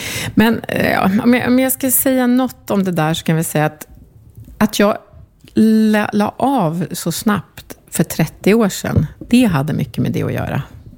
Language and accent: Swedish; Strängnäs, Södermanland, Sweden; här i Strängnäs är ju att här känner ju alla mig sen jag var liten. Nej, inte alla, men jag är ju uppvuxen här. Det här är ju liksom min hembygd.